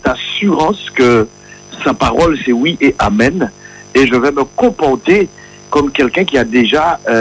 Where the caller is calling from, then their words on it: Corbeil-Essonnes, Île-de-France, France; je vous appelle de Corbeil-Essonne.